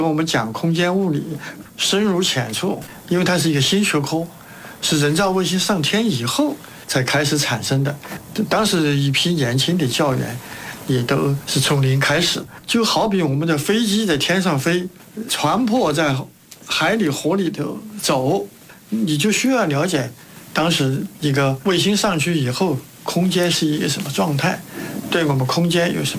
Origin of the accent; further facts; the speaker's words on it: Mianyang, Sichuan, China; 我出生在四川省绵阳丰谷镇的一个湖江边上，